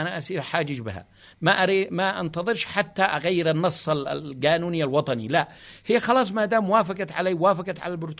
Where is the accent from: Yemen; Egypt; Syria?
Yemen; أنا مواطن يمني